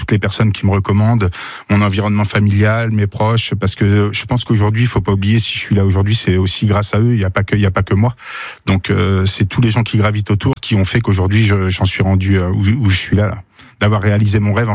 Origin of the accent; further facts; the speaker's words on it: Le Mans, Pays de la Loire, France; je suis natif du Mans. Et puis, par rapport à tout mon parcours, que ce soit professionnel ou sportif, j'ai toujours été sur le Mans.